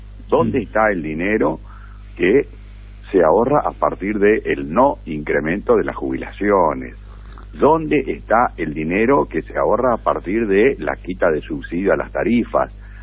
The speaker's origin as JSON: {"language": "Spanish", "country": "Argentina", "said": "yo como buen peronista, pero sobre todo como buen argentino"}